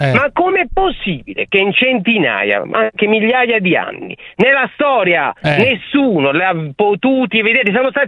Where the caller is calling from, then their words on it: Bari, Apulia, Italy; Io sono di Bari.